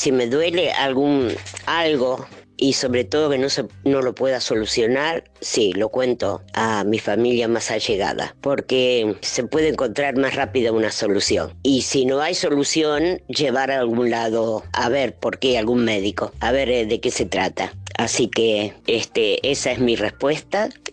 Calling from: Luján, Buenos Aires Province, Argentina; de Luján.

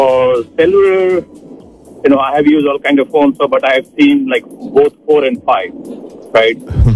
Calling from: Danville, California, United States; I'm calling from Danville.

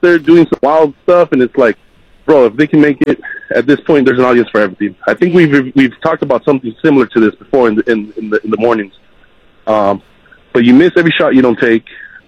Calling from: Los Angeles, California, United States; from Boy Heights.

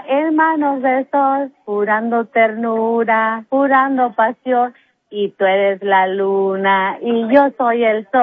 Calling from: Omaha, Nebraska, United States

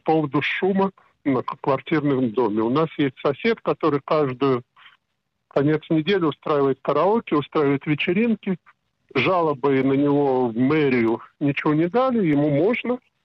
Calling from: Netanya, Central District, Israel; я звоню из Нетани.

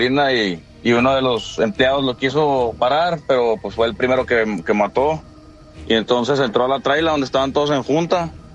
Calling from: Dallas, Texas, United States; yo soy de Dallas, Texas, ¿verdad?

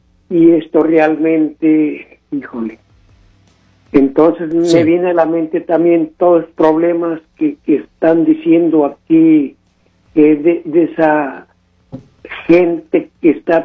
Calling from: Sierra Mojada, Coahuila, Mexico; de la Sierra Mojada.

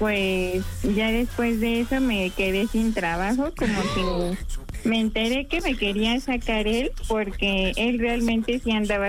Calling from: Álvaro Obregón, Mexico City, Mexico; Soy del Álvaro Obregón.

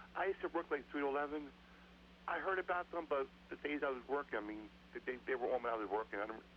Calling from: Philadelphia, Pennsylvania, United States; I'm from St. Tim's Parish, northeast Philadelphia.

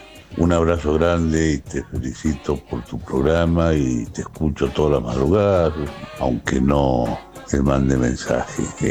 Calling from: Mendoza, Argentina; de Mendoza.

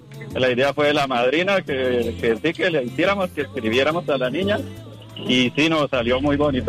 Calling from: Boyacá, Colombia; yo soy de Boyacá

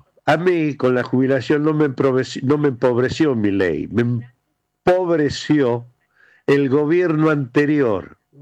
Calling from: Argentina; para que vean que soy argentino, pasame un lindo tango.

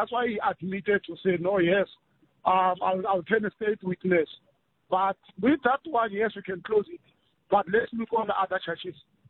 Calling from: Marble Hall, Limpopo, South Africa; Ellis Kraal is in Limpopo Marble Hall.

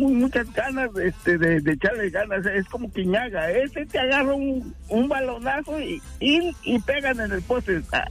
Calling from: Mexico; Yo soy mexicano.

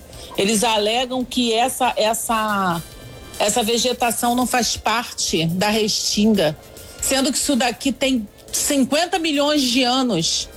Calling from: Saquarema, Rio de Janeiro, Brazil; Sou moradora aqui de Saquarema.

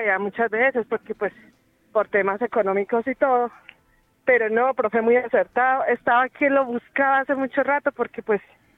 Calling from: Ibagué, Tolima, Colombia; les llamo desde la ciudad de Ibagué.

